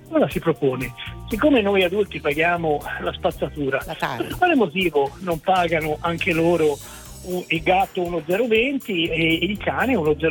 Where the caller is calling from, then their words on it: Quarrata, Tuscany, Italy; Chiamo da Quarrata, in provincia di Pistoia.